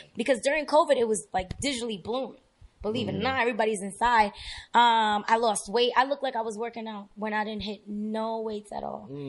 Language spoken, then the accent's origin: English; Dominican Republic; also born or lived in Spain; Yeah, so I'm Dominican and from Spain, but I just say Dominican.